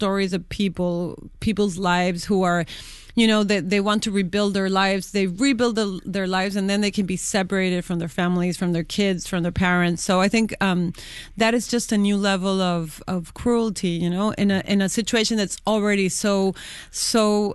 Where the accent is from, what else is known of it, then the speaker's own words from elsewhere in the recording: Tijuana, Baja California, Mexico; also born or lived in Buenos Aires; now in Mexico City, Mexico; I grew up in Tijuana, and this album, I was living in Buenos Aires when I wrote it, actually. I already moved back to Mexico City